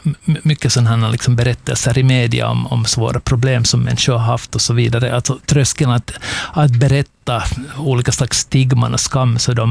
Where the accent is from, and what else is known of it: Finland